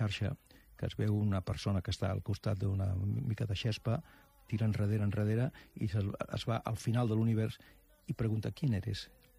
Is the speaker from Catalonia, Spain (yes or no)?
yes; Barcelona, Catalonia, Spain; Recordo que al meu barri, a Sant Gervasi, hi havia un alcalde d'aquell moment, bon tipus